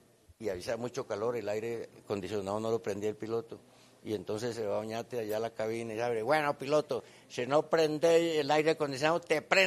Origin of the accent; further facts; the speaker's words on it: San Juan del Cesar, La Guajira, Colombia; yo soy de San Juan del Cesar, que es la mata mundial de los compositores.